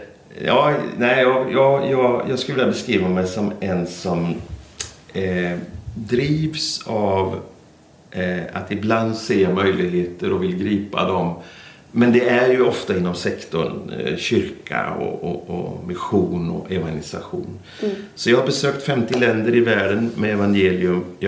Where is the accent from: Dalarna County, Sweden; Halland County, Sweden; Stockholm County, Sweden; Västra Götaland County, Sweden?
Stockholm County, Sweden; Stockholm; born there; also born or lived in Blekinge / Småland / Östergötland / Norway; now in Katrineholm, Sweden; jag är född i Stockholm och har bott i Blekinge, Småland, Östergötland. Och sen har jag haft 8 år i Norge